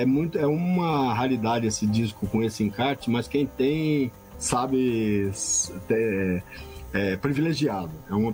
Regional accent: Sumé, Paraíba, Brazil; eu sou de Sumé. Eu nasci em Sumé, mas minha mãe registrou em Campina Grande.

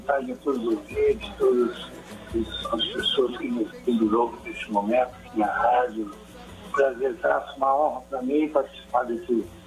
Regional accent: São Paulo, Brazil; born there; a escola de São Bonito de Vila Maria, que é a escola do meu bairro, da onde eu nasci

